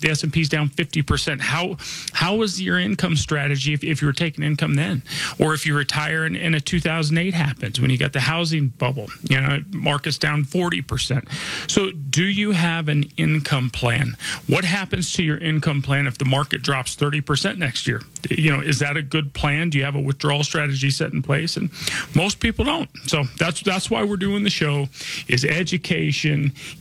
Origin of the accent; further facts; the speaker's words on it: Denver, Colorado, United States; I was born and raised here in Denver.